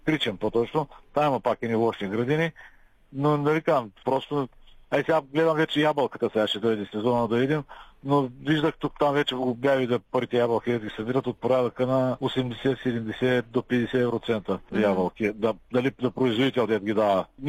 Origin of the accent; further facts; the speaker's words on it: Northeast Bulgaria, Bulgaria; аз поне съм от Североизточна България и там имам си хора